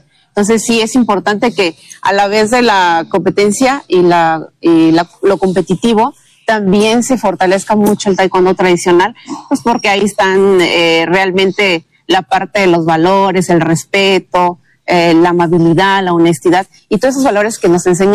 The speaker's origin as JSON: {"language": "Spanish", "town": "San Cristóbal de las Casas", "region": "Chiapas", "country": "Mexico", "tie": "born or raised there", "said": "mi ciudad natal, que es San Cristóbal."}